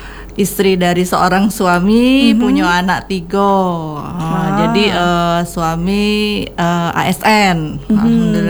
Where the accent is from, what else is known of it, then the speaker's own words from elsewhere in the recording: Palembang, South Sumatra, Indonesia; born there; Iya, Palembang, lahir di Palembang.